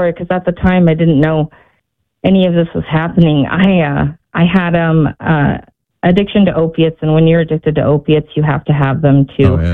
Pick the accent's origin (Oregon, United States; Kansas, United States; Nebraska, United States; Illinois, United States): Oregon, United States; Newport; my world growing up, I grew up on the Oregon coast, Newport, right on the water.